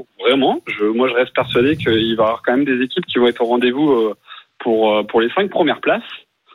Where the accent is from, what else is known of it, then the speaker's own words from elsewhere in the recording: Rennes, Brittany, France; Alors en tant que Rennais, ça reste quand même pour moi des joueurs qui sont affiliés avec du jaune et du vert